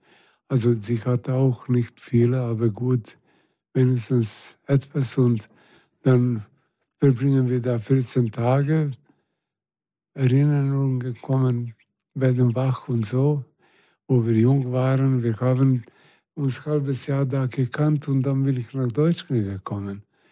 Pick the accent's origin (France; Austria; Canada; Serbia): Serbia; Belgrade; moved away as an adult; now in Germany; Wir sind beide aus Belgrad.